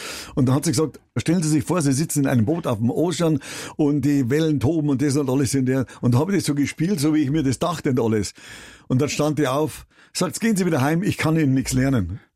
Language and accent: German; Bavaria, Germany; born there; ich bin hier in Bayern geboren, ich liebe meinen Glauben, ich liebe diese Kultur und alles hier